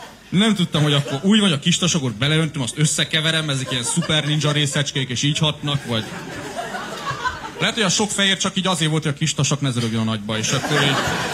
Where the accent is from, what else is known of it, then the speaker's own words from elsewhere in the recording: Cluj-Napoca, Cluj County, Romania; now in Hungary; mert én külföldi vagyok, Kolozsvárról jövök, ez nem is olyan rég volt